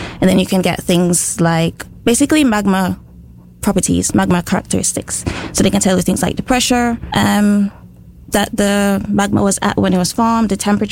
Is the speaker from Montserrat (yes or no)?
yes; Montserrat; moved away; growing up on Muntjac. So growing up with a volcano in your background, like, 30 minutes drive away from where you live.